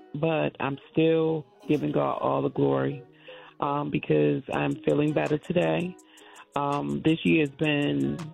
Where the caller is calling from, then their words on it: Maryland, United States; I'm calling from Maryland.